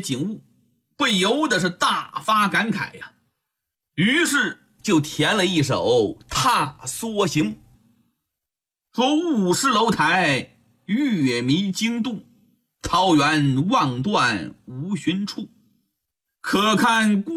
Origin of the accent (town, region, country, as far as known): China